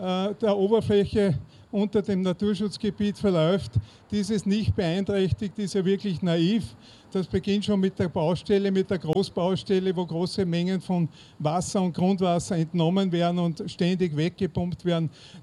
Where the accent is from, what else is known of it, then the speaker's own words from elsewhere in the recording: Essling, Vienna, Austria; Hallo, ich bin aus Essling, bin Biologe